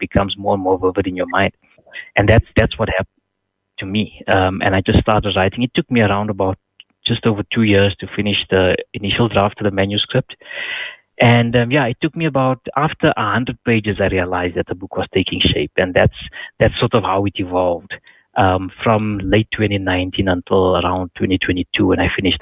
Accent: Rivoli, Piedmont, Italy; where I grew up in Rivoli, I think two or three times a week, the Rivoli Library would be open till, I think, 8:30 in the evening.

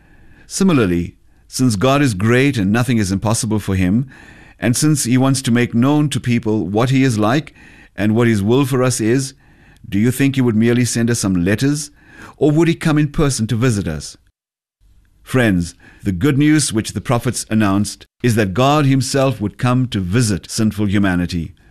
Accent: South Africa; If I leave the country, they call me a son of South Africa because I come from South Africa.

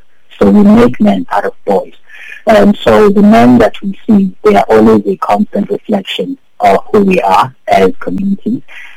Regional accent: George, Western Cape, South Africa; moved away as an adult; now in Pretoria, South Africa; I actually grew up in George. I was born in the Cape, just close to Kaapstad, and I grew up in George. And I went to high school and varsity in George, and then I left George, moved to Cape Town, from Cape Town, moved to Pretoria. So I'm a Georgian.

